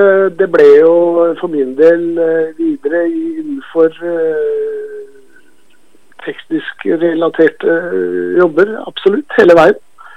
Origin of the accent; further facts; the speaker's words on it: Innlandet, Norway; now in Oslo, Norway; Ja, fra Valder som sagt, fra Østerslien der oppe da.